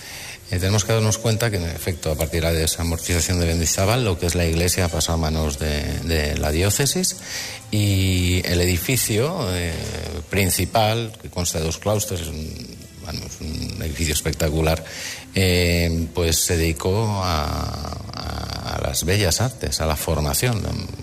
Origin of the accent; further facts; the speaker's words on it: Valencian Community, Spain; eso digamos que constituye la base de nuestra idiosincrasia, ¿no?, como valencianos.